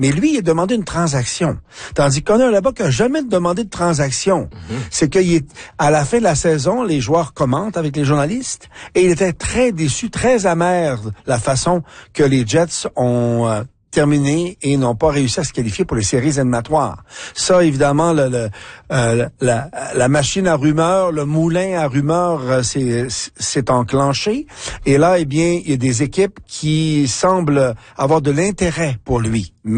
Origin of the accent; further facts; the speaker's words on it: Canada; quel impact ce sera chez nous au Canada dans les usines de fabrication des bâtons de hockey.